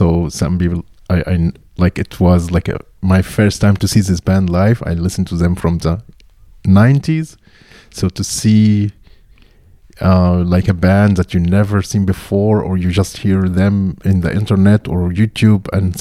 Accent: Cairo, Cairo Governorate, Egypt; now in Leipzig, Germany; I come from Cairo, Egypt, and I live in Leipzig since 6 years and a half

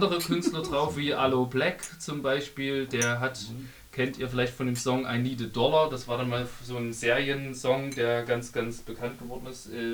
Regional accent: Plauen, Saxony, Germany; Ich komme ursprünglich aus Plauen. Das ist im Vogtland.

